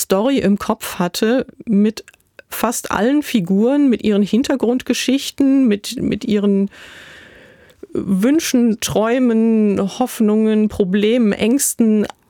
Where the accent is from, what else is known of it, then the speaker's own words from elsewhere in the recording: Germany; Als Deutsche ein englisches Buch schreiben